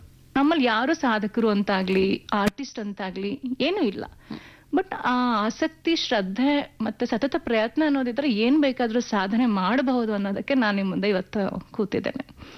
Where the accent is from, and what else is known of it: Bengaluru, Karnataka, India; born or raised there